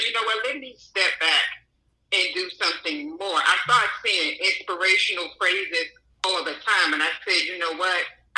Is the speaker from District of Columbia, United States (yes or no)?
yes; Washington, District of Columbia, United States; moved away as an adult; now in Atlanta, United States; I'm originally from Washington, D.C. I've been in Atlanta, Georgia for a little over 25 years.